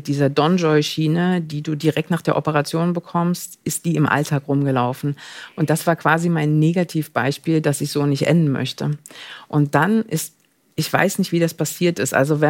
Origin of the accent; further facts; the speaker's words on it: East Germany, Germany; moved away as an adult; Ich komme aus dem Osten.